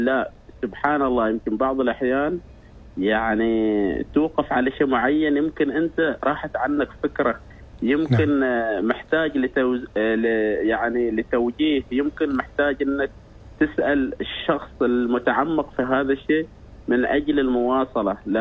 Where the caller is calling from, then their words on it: Oman; وهذا أكبر فخر لنا إحنا كعمانيين على هذه الأرض الطيبة.